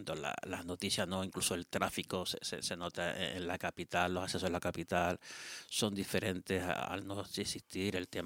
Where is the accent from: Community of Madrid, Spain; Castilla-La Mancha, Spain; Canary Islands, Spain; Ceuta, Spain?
Canary Islands, Spain; Teror; para nosotros, los terorenses.